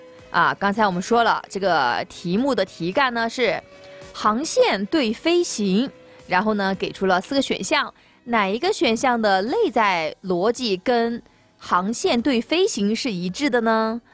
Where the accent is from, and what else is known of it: Guangde, Anhui, China